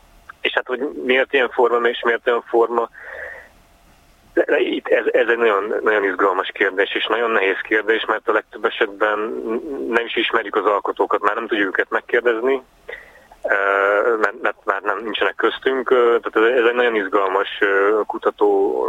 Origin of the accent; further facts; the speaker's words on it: Balatonakali, Veszprém County, Hungary; Hát én Balatonakaliban nőttem föl, és hát az egyetemi évek alatt választottam magamnak ezt a témát.